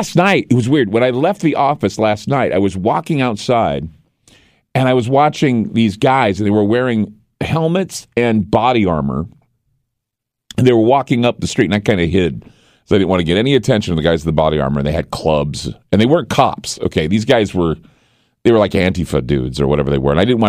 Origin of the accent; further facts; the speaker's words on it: United States; we're American citizens, right?